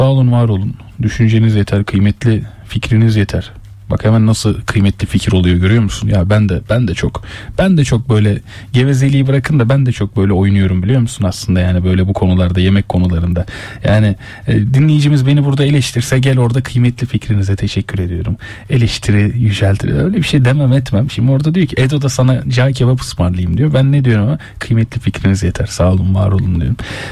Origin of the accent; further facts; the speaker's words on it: Bayrampaşa, Istanbul, Turkey; Ben de Bayrampaşalıyım.